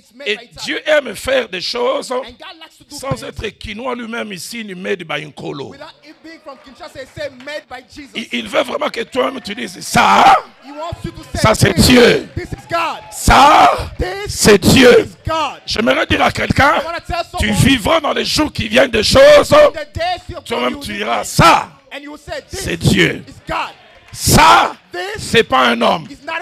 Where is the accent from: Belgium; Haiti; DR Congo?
DR Congo; Kinshasa; Chez nous, à Kinshasa, on dit ceci.